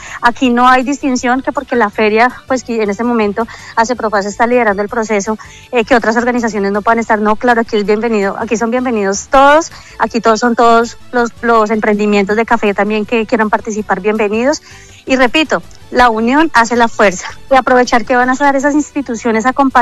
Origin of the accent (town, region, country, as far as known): Planadas, Tolima, Colombia